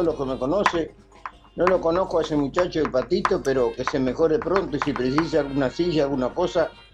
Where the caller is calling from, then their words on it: Sauce, Canelones, Uruguay; de Sauce, acá